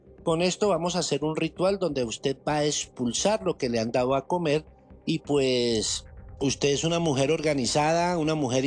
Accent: Mexico; now in United States; un tehuacán de los que llamamos en México, un agua mineral

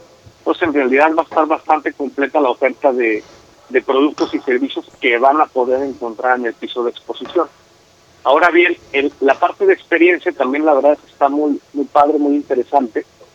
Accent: Guadalajara, Jalisco, Mexico

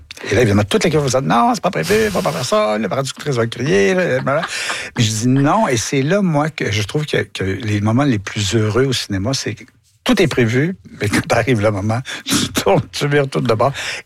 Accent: Quebec, Canada; et montrer en tant que Québécois ce que les mots veulent dire à des anglophones

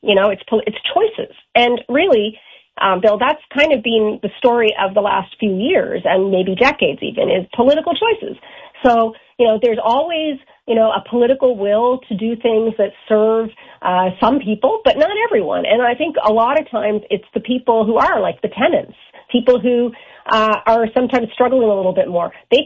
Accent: Newfoundland and Labrador, Canada; now in Ontario, Canada; I mean, I'm from Newfoundland originally.

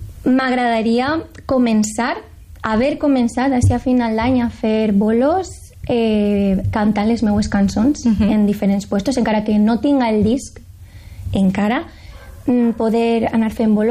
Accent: Paiporta, Valencian Community, Spain; en el meu poble, en Paiporta

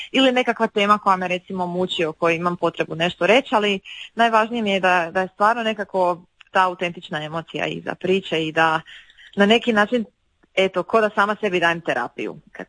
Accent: Slavonia, Croatia; Ja sam inače iz Slavonije i svirala sam tamburu prije nego što sam počela, tako da me puno toga veže uz tu glazbu

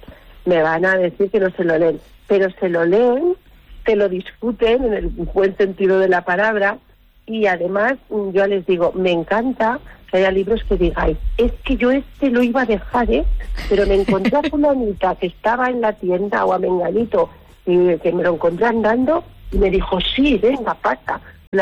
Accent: Conchel, Aragon, Spain; porque yo soy de Conchel, y yo lo que quería era que en mi pueblo, que es muy pequeñito, de 100 habitantes

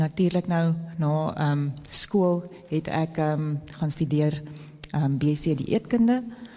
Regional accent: Petrusburg, Free State, South Africa; ek is eindelijk van Petrusburg af. So dit is so'n katspoegie van hier af. En ek het al groot geword op een plaas.

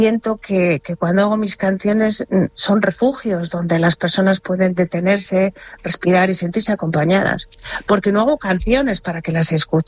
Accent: Basque Country, Spain; moved away; es un homenaje a mis raíces vascas.

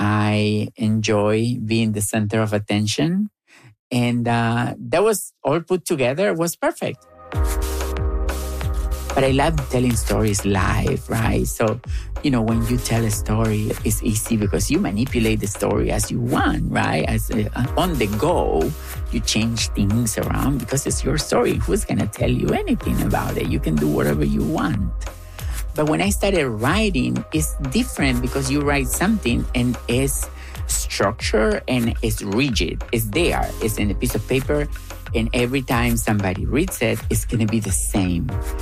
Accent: Gálvez, Santa Fe, Argentina; That you love to talk about my hometown. I was born in Ciudad de Galvez. Most people live from agriculture. The town is very little and everybody knows you

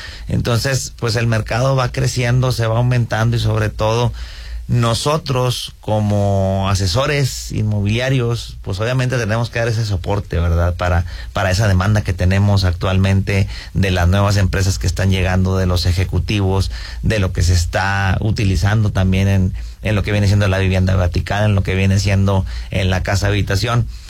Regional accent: Piedras Negras, Coahuila, Mexico; now in Saltillo, Mexico; yo soy originario de Piedras Negras

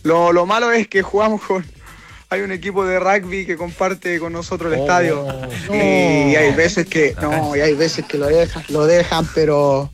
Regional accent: Chile; now in South Africa; es que esperar nomás y a darle, como todo chileno, siempre para adelante.

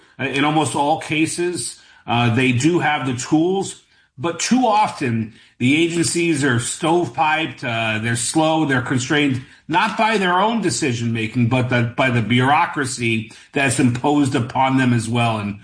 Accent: New York, United States; I'm a New Yorker

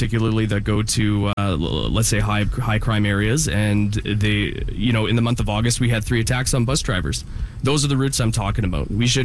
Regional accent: Winnipeg, Manitoba, Canada; So I've been born and raised in Transcona my entire life, and I'm proud of it.

